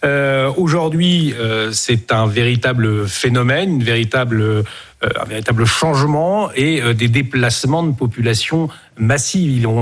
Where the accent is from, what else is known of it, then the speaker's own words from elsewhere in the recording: France; c'est pas organisé comme chez nous en France